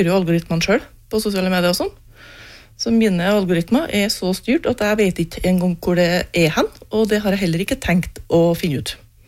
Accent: Meråker, Trøndelag, Norway; fordi at oppe i Meråker, der jeg kommer ifra

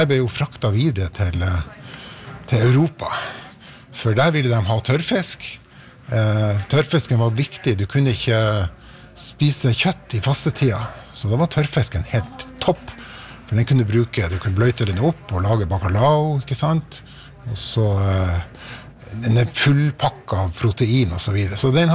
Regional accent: Svolvær, Nordland, Norway; jeg vokste jo opp i Svolvær, hvor det var, altså hvor skreifiske var, sånn, satte veldig preg på byen.

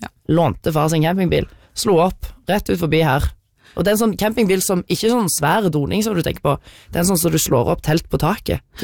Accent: Gjesdal, Rogaland, Norway; Ramstorknuten i Gjesdal kommune, der jeg er fra, ja.

